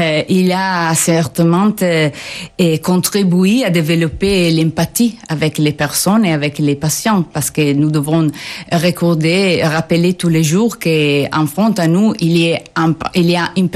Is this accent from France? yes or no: no; Italy; French is a second language; moved away as an adult; also born or lived in United States; Oui, je suis italienne.